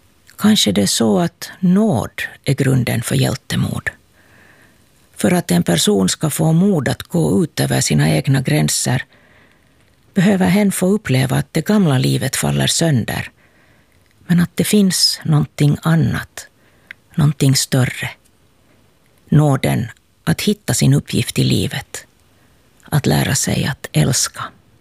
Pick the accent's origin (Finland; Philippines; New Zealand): Finland; Kauniainen, Uusimaa; och jag kommer från Grankulla.